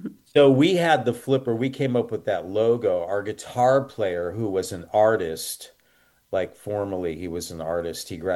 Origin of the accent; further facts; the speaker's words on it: San Francisco, California, United States; moved away as an adult; now in Los Angeles, United States; We were all originally from San Francisco. We all were based in San Francisco for many years. And 1995, I moved to LA from San Francisco.